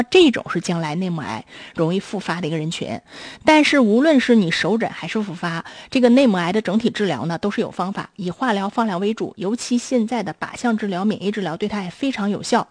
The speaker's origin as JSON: {"language": "Chinese", "country": "China"}